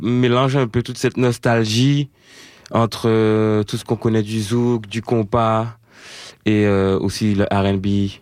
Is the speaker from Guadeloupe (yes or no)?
yes; Guadeloupe; moved away as an adult; now in Montreal, Canada; J'ai grandi en Guadeloupe